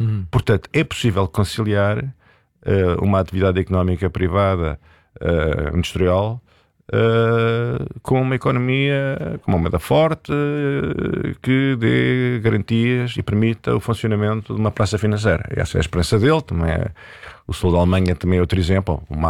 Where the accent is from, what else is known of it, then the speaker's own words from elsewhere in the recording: Portugal; Nós podemos chamar-lhe Inglaterra, que é como nós portugueses chamamos o Reino Unido.